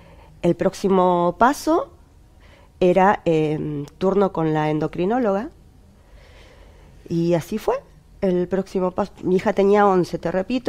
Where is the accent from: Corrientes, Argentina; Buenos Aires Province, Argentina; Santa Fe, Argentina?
Buenos Aires Province, Argentina; como yo soy de Zona Sur.